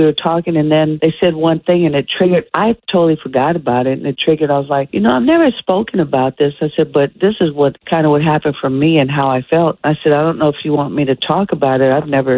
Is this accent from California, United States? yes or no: yes; Oakland, California, United States; the thing is growing up in, born and raised in Oakland, like, we weren't told that, you know, especially my parents, because of my dad playing, that they never said to me ever, you know, that because I was a girl that I couldn't play. And in the Bay Area